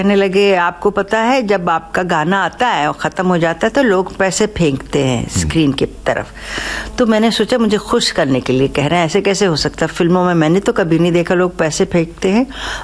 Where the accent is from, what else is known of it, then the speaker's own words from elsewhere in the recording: Chennai, Tamil Nadu, India; also born or lived in Vijayawada; का सफर है चेन्नई से वहाँ, मतलब मैं तमिलियन हूँ समझिए।